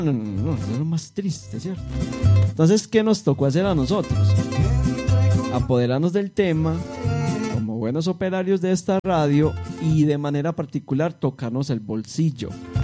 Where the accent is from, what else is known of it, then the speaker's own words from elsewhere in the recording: Paisa region, Colombia; si no fuéramos paisas berracos